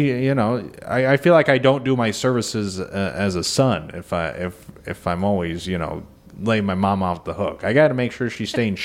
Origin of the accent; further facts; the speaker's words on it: Illinois, United States; Come on. We're from Illinois.